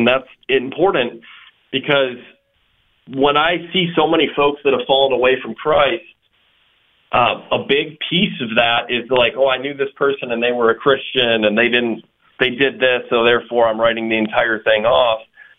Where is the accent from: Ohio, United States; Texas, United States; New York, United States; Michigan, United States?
Ohio, United States; We're from Ohio.